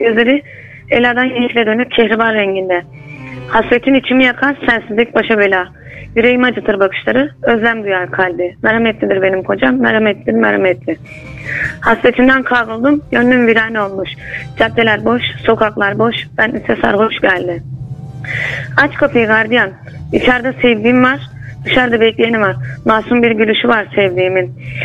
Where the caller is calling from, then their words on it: Bafra, Samsun, Turkey; Bafra'dan arıyorum.